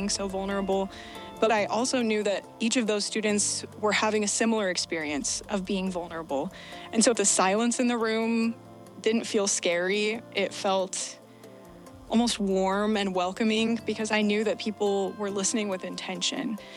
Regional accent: Utah, United States; I'm from a small town in southern Utah, and I'm an English major.

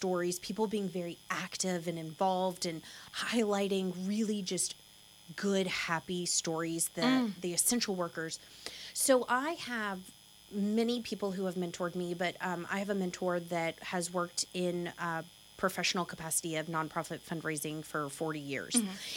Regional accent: Woodford County, Kentucky, United States; So born and raised in Woodford, very close.

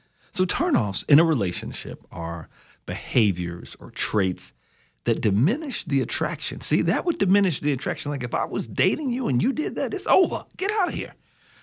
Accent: Louisville, Kentucky, United States; I grew up in Louisville.

